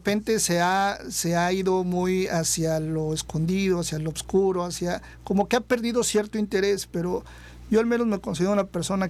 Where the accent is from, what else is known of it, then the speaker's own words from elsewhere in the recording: Ciudad Valles, San Luis Potosí, Mexico; also born or lived in Mexico City; now in San Luis Potosí, Mexico; yo vengo de Valles